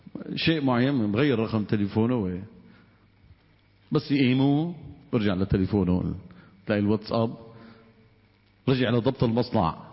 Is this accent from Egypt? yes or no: no; Syria; قلت له والله انا اتيت من سوريا.